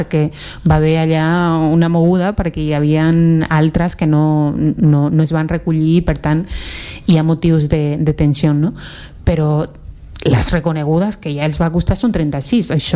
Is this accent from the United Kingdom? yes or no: no; Santa Cruz, Bolivia; Catalan is a second language; moved away as an adult; now in Catalonia, Spain; al poble, perquè jo vaig educar bona part de la meva vida en poble, estaven al costat d'una població a la reserva de l'Amboró, que és una reserva importantíssima a part de l'Amazones, el meu poble és la porta a aquesta reserva